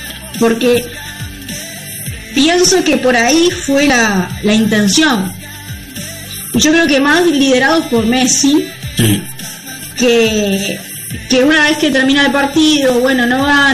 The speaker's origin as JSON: {"language": "Spanish", "country": "Uruguay", "said": "y como uruguayos nos ha pasado en su momento"}